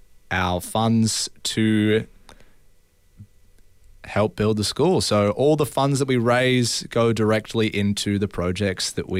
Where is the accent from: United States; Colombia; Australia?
Australia; Margaret River, Western Australia; So I grew up in Margaret River